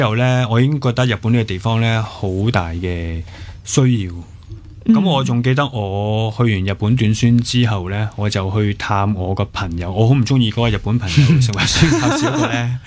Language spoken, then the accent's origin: Cantonese; Hong Kong; 我哋香港人